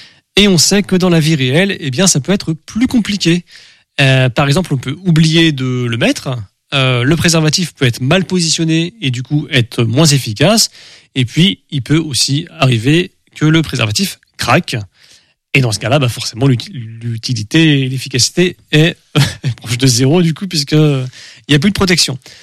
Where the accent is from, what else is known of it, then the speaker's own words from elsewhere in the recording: France; accent: French; Avec mon accent français